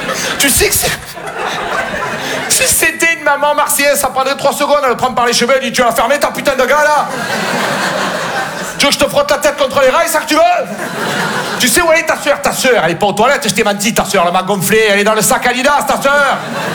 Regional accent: Marseille, Provence-Alpes-Côte d'Azur, France; Et évidemment, il n'est pas attaché, parce que chez nous, à Marseille, la ceinture, ça ne sert à rien.

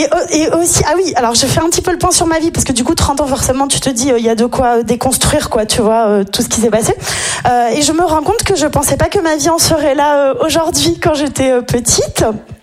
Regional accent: Nice, Provence-Alpes-Côte d'Azur, France; moi, je suis la première née en France, hein, de toute ma famille, donc c'était trop what the fuck, genre. Et moi, j'ai grandi dans une petite cité à forte population maghrébine. La Réré, pour ceux qui connaissent l'Ariane, quoi.

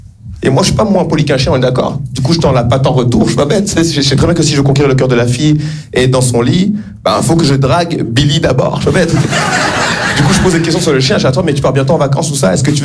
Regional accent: Rwanda; Je suis Rwandais. Voilà, je suis fier de mes origines, quoi. Surtout parce que je suis un Rwandais rare.

